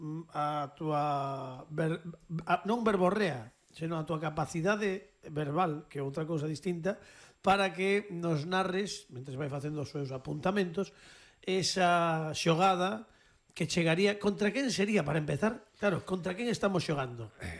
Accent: Vigo, Galicia, Spain; Non, es que somos de Vigo, que hai pouco

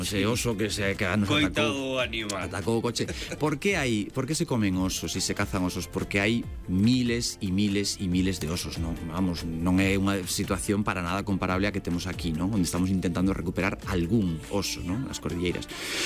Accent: Galicia, Spain; Somos raritos, somos vimos de Galicia, que nos vas contar, señora.

